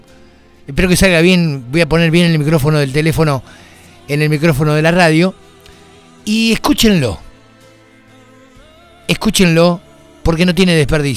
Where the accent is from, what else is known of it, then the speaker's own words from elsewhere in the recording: Argentina; Los argentinos somos esto, somos sangre, somos corazón, somos sentimiento puro.